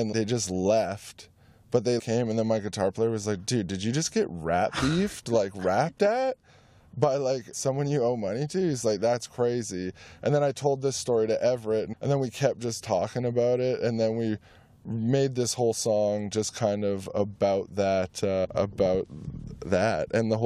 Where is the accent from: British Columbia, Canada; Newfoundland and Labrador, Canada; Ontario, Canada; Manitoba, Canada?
British Columbia, Canada; Cumberland; moved away; also born or lived in Calgary; my hometown, which is Cumberland, BC, on Vancouver Island.